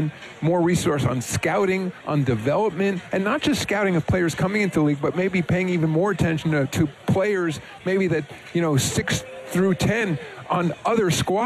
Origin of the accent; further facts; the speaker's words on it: New York, United States; I'm a New Yorker